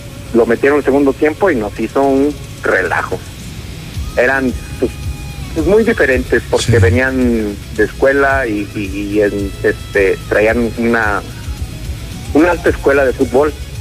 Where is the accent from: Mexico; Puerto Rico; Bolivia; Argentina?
Mexico; Cerritos, San Luis Potosí; En aquellos años que yo jugué las copas gobernador, yo soy de Cerritos. Okay. Jugué en la selección de Cerritos